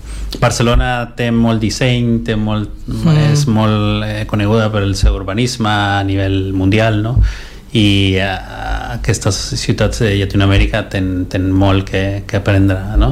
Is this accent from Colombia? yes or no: no; Guatemala City, Guatemala Department, Guatemala; moved away as an adult; vaig néixer a Guatemala a l'any 77 i vaig viure allà fins als 18 anys i tinc tota la meva família allà.